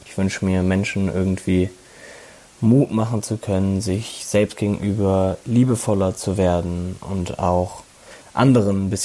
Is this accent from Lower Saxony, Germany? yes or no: no; Hamburg, Germany; Woher kommst du? Ich komme aus dem wunderschönen Hamburg.